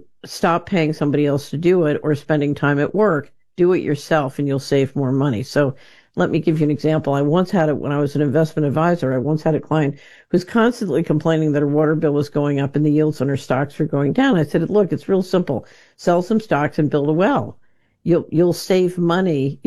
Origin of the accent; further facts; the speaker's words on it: Philadelphia, Pennsylvania, United States; I grew up in West Philadelphia.